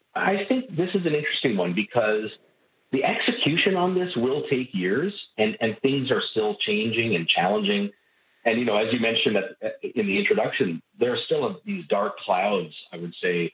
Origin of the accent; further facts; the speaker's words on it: Edmonton, Alberta, Canada; moved away; I'm actually originally from Edmonton